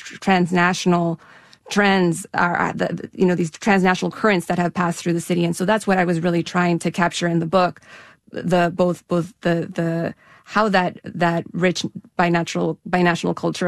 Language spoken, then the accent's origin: English; El Paso, Texas, United States; When growing up as a teenager there, growing up in El Paso, I always felt like any other teenager, right? My hometown's too small. It's boring here. This place is so isolated. It's so far west. It's at the far more western tip of Texas.